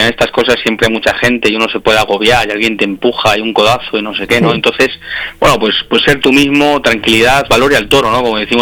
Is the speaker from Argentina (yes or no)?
no; Spain; accent: Spanish; yo soy español, o sea, yo tengo un acento español